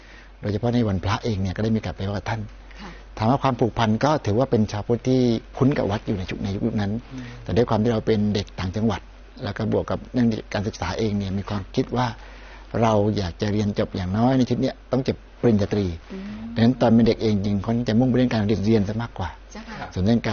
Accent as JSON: {"language": "Thai", "region": "Pattani", "country": "Thailand", "tie": "born or raised there", "said": "ตัวพระอาจารย์เองพี่เองก็เป็นคนจังหวัดปัตตานีโดยกำเนิดนะจ๊ะเกิดที่ปัตตานีเลยก็ต้องบอกว่าถ้าปัตตานีเองเนี่ยเราก็ทราบว่าเป็นจังหวัดที่ชาวพุทธมีน้อยแต่ยังว่าเป็นความที่น่าจะเป็นบุญของเราเองเราก็เกิดในครอบครัวชาวพุทธนั่นแหละ"}